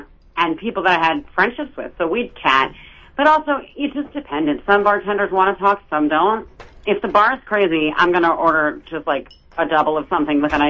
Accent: New York City, New York, United States; now in Los Angeles, United States; But I live in Los Angeles, but I'm from New York City originally.

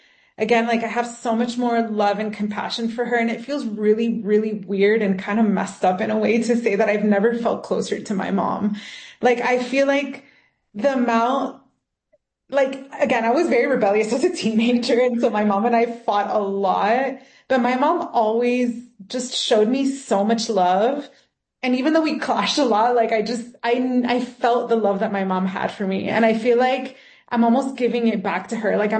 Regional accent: Miami, Florida, United States; moved away as an adult; now in Mexico; always say that I'm the gringa of the family. Like, I have two brothers who grew up here in Mexico. I grew up in Miami.

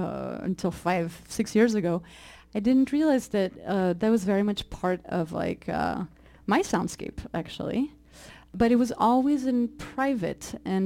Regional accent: Paris, Île-de-France, France; I grew up in Paris listening and hearing a lot of Moroccan, North African, Middle Eastern music.

